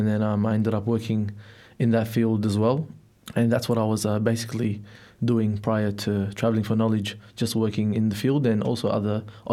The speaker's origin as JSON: {"language": "English", "town": "Melbourne", "region": "Victoria", "country": "Australia", "tie": "born or raised there", "said": "I was born and raised in Melbourne. My ethnical background is Ethiopian. Where I grew up, so I grew up in southeast suburbs of Melbourne, and that's where I spent my schooling."}